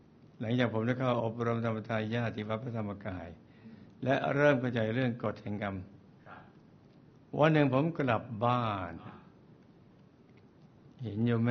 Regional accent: Nakhon Ratchasima, Thailand; born there; แล้วพ่อครับผมเกิดที่จังหวัดนครราชสีมาคนละเรื่องเลย

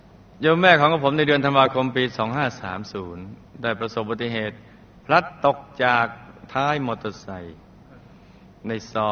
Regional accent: Bangkok, Thailand; born there; ผมเกิดที่กรุงเทพ

